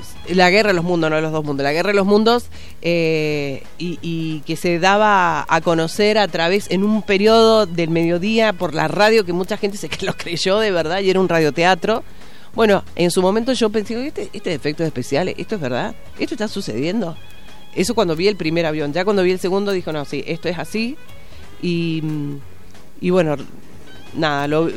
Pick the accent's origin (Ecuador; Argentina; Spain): Argentina